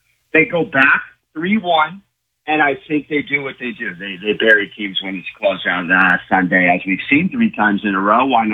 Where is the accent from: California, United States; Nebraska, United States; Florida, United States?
California, United States; San Diego; Listen, man, I'm from San Diego.